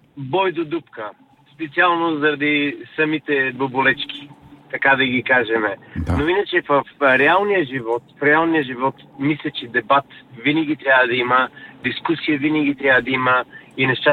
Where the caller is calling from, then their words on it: London, United Kingdom; съм от Лондон.